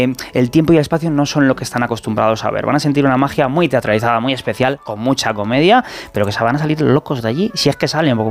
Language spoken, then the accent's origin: Spanish; Cisneros, Castile and León, Spain; Yo soy de Cisneros, un pueblo de Segovia, ¿entiendes?